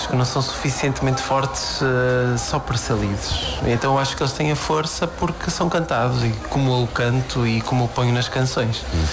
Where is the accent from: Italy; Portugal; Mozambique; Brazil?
Portugal; Norte; now in Lisbon, Portugal; Eu agora sou um traidor, mudei-me para Lisboa, mas eu sou do Norte, sou do Minho.